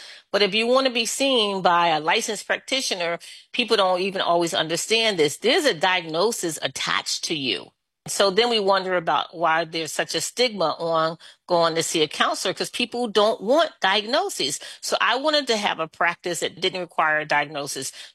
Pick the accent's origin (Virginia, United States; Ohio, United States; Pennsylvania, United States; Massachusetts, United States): Pennsylvania, United States; Philadelphia; That's one of my most memorable experiences of growing up in Philadelphia.